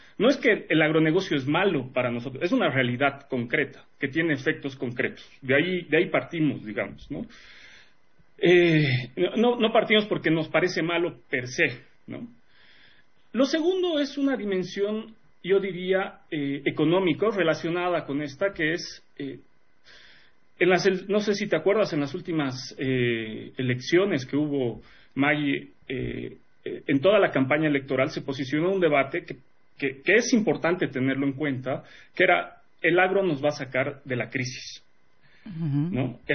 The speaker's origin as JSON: {"language": "Spanish", "country": "Bolivia", "said": "como bolivianos, como, ¿no?, que tenemos nuestras familias aquí"}